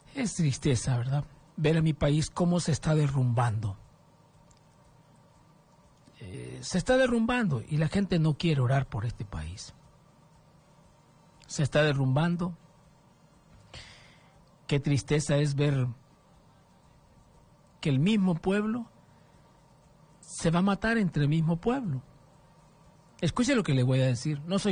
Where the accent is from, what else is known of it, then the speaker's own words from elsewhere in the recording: Honduras; Nosotros como hondureños estamos pagando la corrupción.